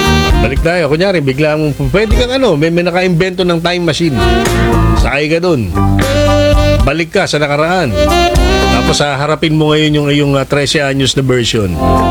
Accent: Marikina, Metro Manila, Philippines; Eh, ako po yung lumaki sa Marikina. Ayan. Diyan ako nagkamuwang.

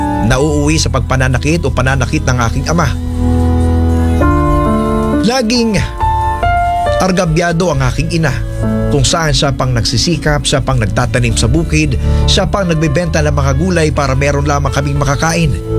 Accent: Davao Region, Philippines; Nagmula rin po ako sa isang pamilyang napakahirap, Kapitan. Lumaki ako sa Davao del Sur. Apat kaming magkakapatid at ako po ang panganay.

